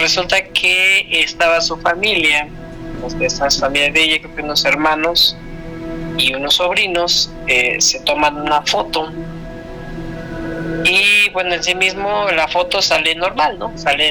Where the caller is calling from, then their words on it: Mexico City, Mexico; De acá, Tlalpan.